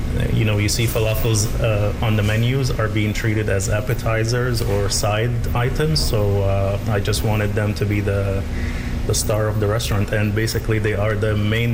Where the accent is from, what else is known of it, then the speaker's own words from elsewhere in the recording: Cairo, Cairo Governorate, Egypt; moved away; I'm from Egypt and from Cairo